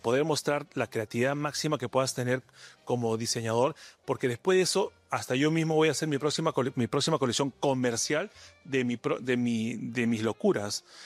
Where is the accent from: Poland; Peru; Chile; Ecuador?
Peru